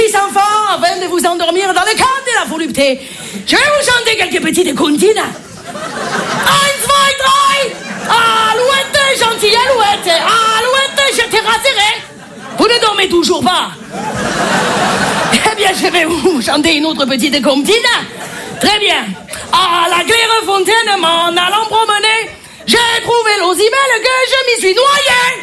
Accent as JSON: {"language": "French", "town": "Marseille", "region": "Provence-Alpes-Côte d'Azur", "country": "France", "accent": "Marseille", "said": "Je m'y connais, un accent. Je suis marseillaise."}